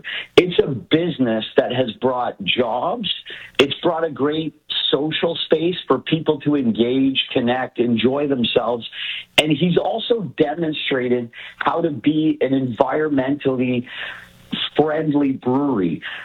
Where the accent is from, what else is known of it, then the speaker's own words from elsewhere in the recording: Niagara, Ontario, Canada; You know, Niagara, I've been born and raised in Niagara, and there's so many things to love about it.